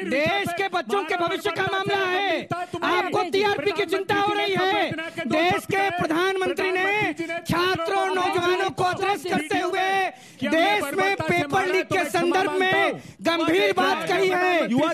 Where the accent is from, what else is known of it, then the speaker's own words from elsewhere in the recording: Bihar, India; ये भोजपुरी का शब्द है, और हम लोग बहुत ज्यादा माँ बेटी की इज्जत करते हैं, बिहार के रहने वाले हैं।